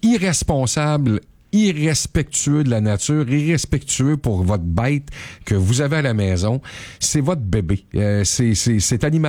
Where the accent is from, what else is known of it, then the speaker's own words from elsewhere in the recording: Quebec, Canada; c'est chez nous au Québec